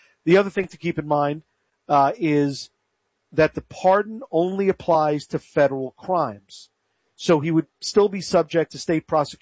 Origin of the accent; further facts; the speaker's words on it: United States; I'm an American.